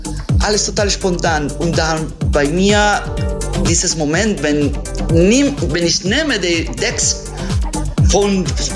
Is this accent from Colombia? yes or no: yes; Colombia; now in Germany; Ich bin aus Kolumbien. Ich bin hier in Deutschland ungefähr 15 Jahre.